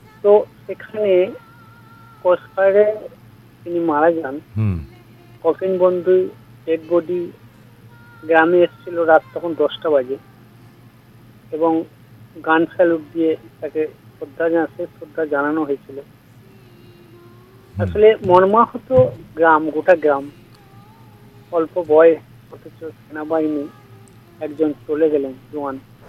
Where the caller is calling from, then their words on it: Purba Bardhaman, West Bengal, India; আমি পশ্চিমবঙ্গের পূর্ব বর্ধমান থেকে